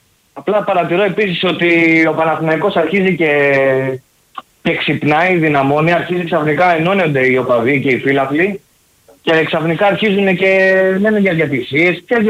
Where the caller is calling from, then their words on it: Crete, Greece; είμαι από τις Γιουχές. Έχουμε ξαναμιλήσει, που μένω Κρήτη μόνιμα.